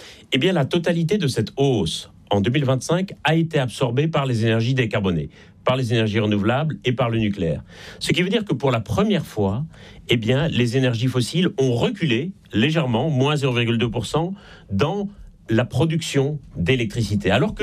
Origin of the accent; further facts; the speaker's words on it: Belgium; now in Paris, France; ça s'entend un peu d'ailleurs à mon accent. Je suis en Belgique et je ne suis pas né en France, même si j'y habite